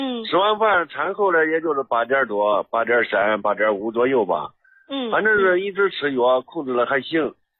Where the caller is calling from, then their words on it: Fuyang, Anhui, China; 我是安徽的，安徽阜阳了